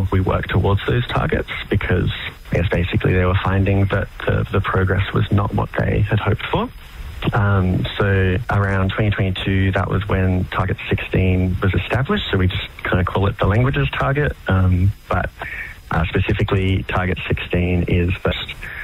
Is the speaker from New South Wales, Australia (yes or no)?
no; Canberra, Australian Capital Territory, Australia; my family originally came to Australia from Ireland and Scotland mainly around 100, 150 years ago. I grew up here on Ngunnawal country in Canberra, where Zoe and I are both calling from